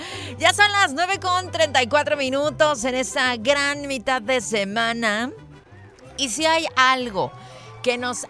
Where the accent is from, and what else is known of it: Mexico